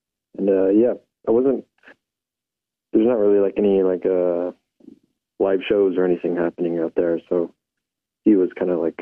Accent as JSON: {"language": "English", "town": "Window Rock", "region": "Arizona", "country": "United States", "tie": "born or raised there", "said": "I grew up in Window Rock, Arizona, and I'm just kind of hanging out."}